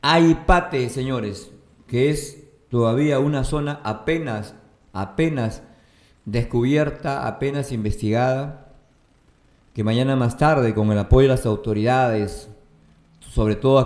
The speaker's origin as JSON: {"language": "Spanish", "country": "Peru"}